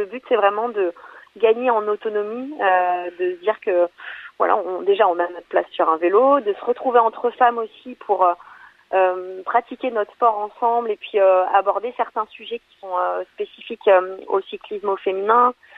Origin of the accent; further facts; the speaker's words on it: Nouvelle-Aquitaine, France; j'étais professeure d'EPS, donc originaire du Pays Basque, affectée pour mon métier de professeure d'EPS en région parisienne.